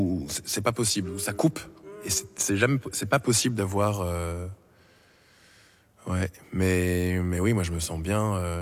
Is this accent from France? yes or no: no; Brussels, Brussels-Capital Region, Belgium; on vient de Bruxelles, en Belgique.